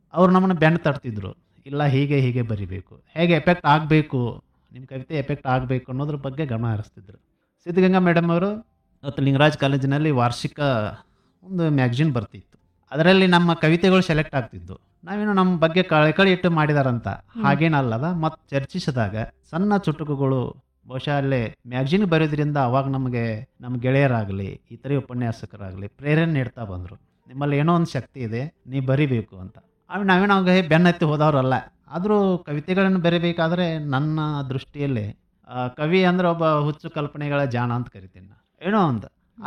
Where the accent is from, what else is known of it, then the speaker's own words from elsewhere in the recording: Giriyal, Karnataka, India; 1981 October 28 ನನ್ನ ಜನನ ಆಯಿತು ಗಿರಿಯಾಲ್ ಗ್ರಾಮದಲ್ಲಿ, ಬೇಲಂಗಲ್ ತಾಲೂಕಿನ ಗಿರಿಯಾಲ್ ಗ್ರಾಮ. … ಮೂಲತಃ ನಮ್ಮದು ಆ ಗ್ರಾಮದಲ್ಲೇ ಒಂದಿಷ್ಟು ಅವಿವ್ಯಕ್ತ ದೊಡ್ಡ ಕುಟುಂಬ.